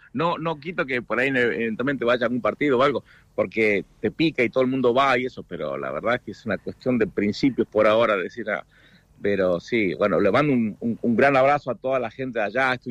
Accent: Comodoro Rivadavia, Chubut, Argentina; now in Kansas, United States; Los dos somos de Comodoro, sí.

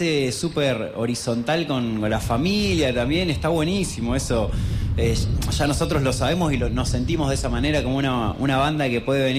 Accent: Trelew, Chubut, Argentina; moved away as an adult; also born or lived in Buenos Aires; entonces soy de Trelew, nacido en Trelew, querido en Trelew, pero bueno, me fui a estudiar

